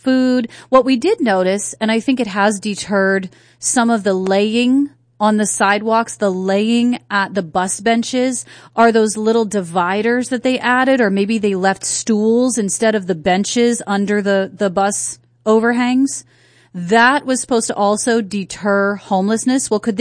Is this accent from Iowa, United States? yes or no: no; North Carolina, United States; accent: southern; now in Oahu, United States; I was from North Carolina